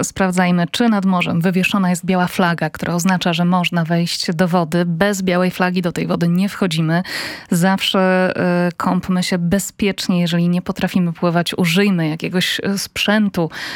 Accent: Olsztyn, Warmian-Masurian Voivodeship, Poland; Ja pochodzę z Olsztyna, więc Warmia, 11 jezior w samym mieście.

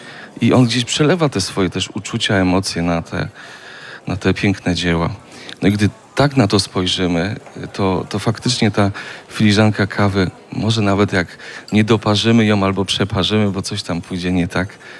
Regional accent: Lesser Poland, Poland; Pochodzę z małej miejscowości koło Święcimia.

